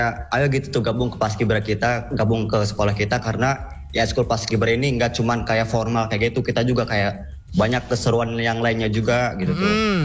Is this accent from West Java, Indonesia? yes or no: yes; West Java, Indonesia; Iya, kita dari Sunda soalnya.